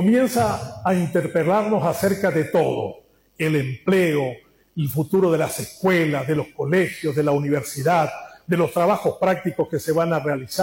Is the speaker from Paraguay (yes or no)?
yes; Paraguay; De la única revolución de la que somos contemporáneos los paraguayos